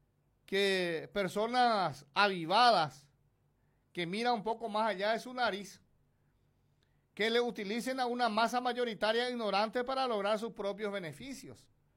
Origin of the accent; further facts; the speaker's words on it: Paraguay; ¿Qué nos está pasando como paraguayo, como país?